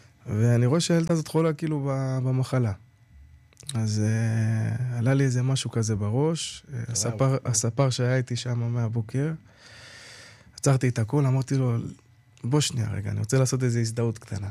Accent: Or Yehuda, Tel Aviv District, Israel; now in Kiryat Ono, Israel; אני במקור מאור יהודה, והיום גר בקריית אונו.

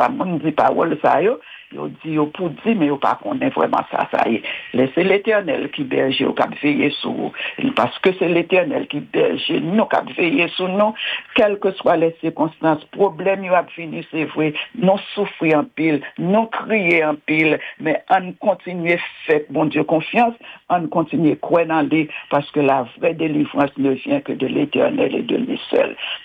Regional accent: Haiti; En tant qu'haïtien, Seigneur, nous avons besoin du repos.

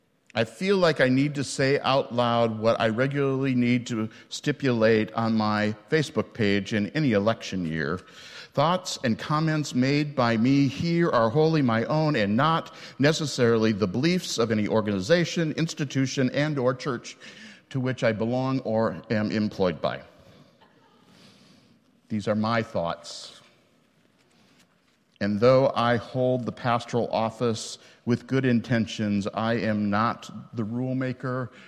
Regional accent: Alexandria, United States; moved away; the first time I had returned to Alexandria and this pulpit in this church of my childhood.

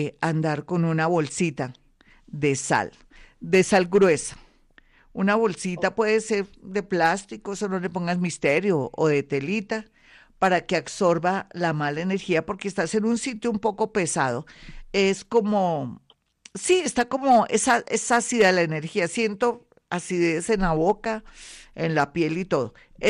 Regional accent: Colombia; como decimos en Colombia.

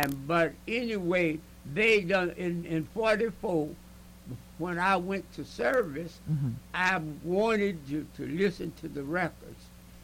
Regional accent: Arkansas, United States; born there; also born or lived in Wichita, Kansas; now in Holly Springs, United States; I was born in Arkansas.

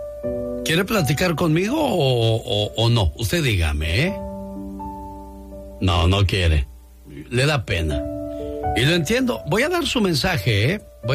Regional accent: Tijuana, Baja California, Mexico; Soy de Tijuana

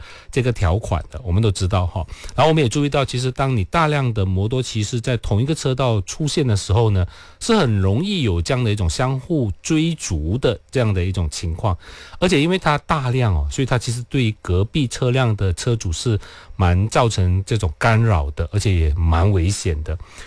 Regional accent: Malaysia; 我们马来西亚人特别喜欢这种就是破世界纪录

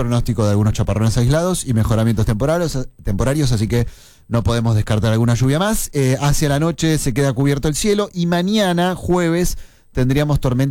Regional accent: Buenos Aires, Argentina; yo nací en 11 Balvanera, después me mudé a Caballito a la familia y ahora en Villurquiza, así que yo soy porteño.

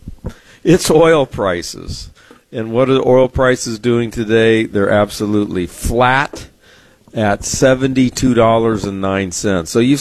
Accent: San Diego, California, United States; I grew up fishing in San Diego Bay and Mission Bay

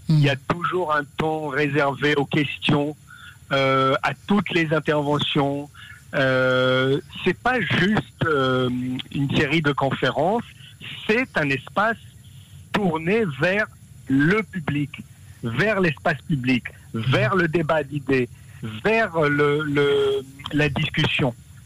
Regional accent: Israel; now in France; moi, encore une fois, je suis israélien, je vis en France aujourd'hui. Je suis profondément attaché à Israël.

